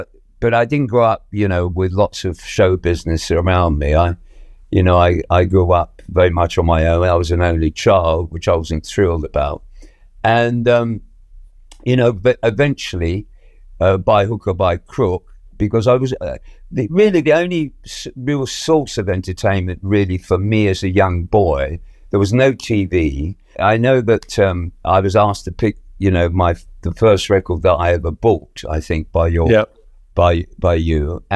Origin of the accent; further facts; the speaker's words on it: Peterborough, East of England, United Kingdom; born there; I was born in Peterborough because my mother was living in Warren Street at the time